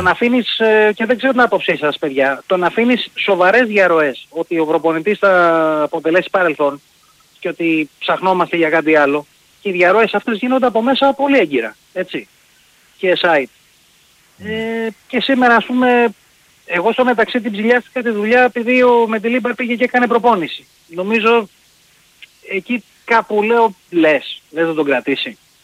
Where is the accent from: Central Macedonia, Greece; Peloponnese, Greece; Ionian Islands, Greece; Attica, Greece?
Attica, Greece; Nea Smyrni; από Νέα Σμύρνη, Ολυμπιακός.